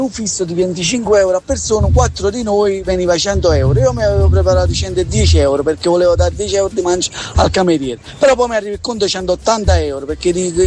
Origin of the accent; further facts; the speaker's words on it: Naples, Campania, Italy; a me mi guardano bene, infatti io sono napoletano